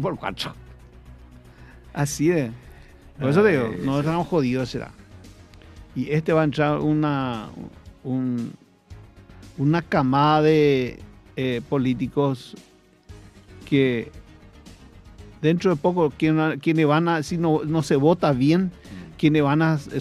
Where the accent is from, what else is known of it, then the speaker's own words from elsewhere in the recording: Brazil; now in Paraguay; yo soy brasileño también.